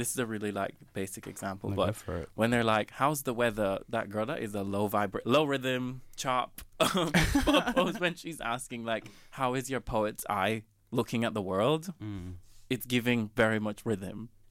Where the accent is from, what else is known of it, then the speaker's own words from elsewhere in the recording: Jamaica; because growing up in Jamaica, you're, like, constantly around loud music, that it does something to the DNA.